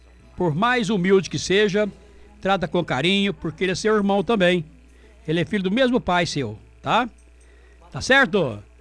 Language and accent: Portuguese; Tupaciguara, Minas Gerais, Brazil; aniversário da minha cidade natal, né? Tupaciguara.